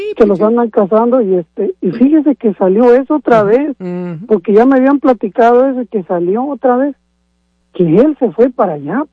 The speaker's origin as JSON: {"language": "Spanish", "country": "Mexico", "said": "yo soy de México … yo no tengo ese problema."}